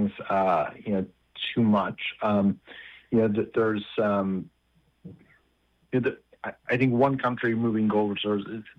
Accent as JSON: {"language": "English", "country": "Canada", "tie": "born or raised there", "moved": "yes", "said": "I grew up in Canada"}